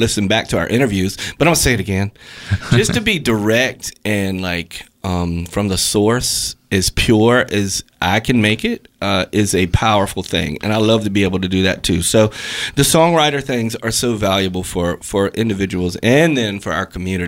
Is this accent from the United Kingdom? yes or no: no; Smithfield, Rhode Island, United States; we're both from Smithfield.